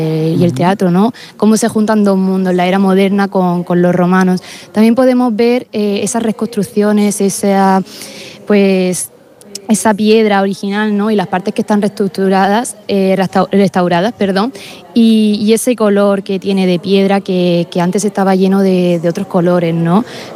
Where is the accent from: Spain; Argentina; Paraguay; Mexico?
Spain; Cieza, Region of Murcia; Yo por lo menos, que soy de Cieza, lo sabéis, ayer hizo mucho uh-huh. calor en Cieza